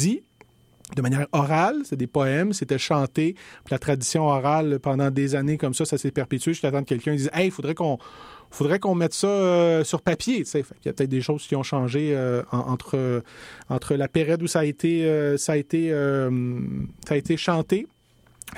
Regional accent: Laval, Quebec, Canada; Puis je dis, ah non, mais c'est parce que je viens de Laval.

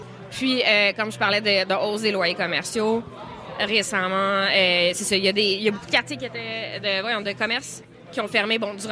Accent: Montreal, Quebec, Canada; Mais moi, je suis de Ville-et-Mort et je parle majoritairement de Ville-et-Mort.

